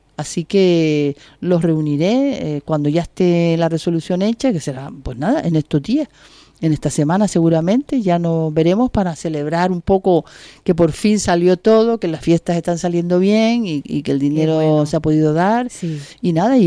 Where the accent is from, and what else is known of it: Santa Brígida, Canary Islands, Spain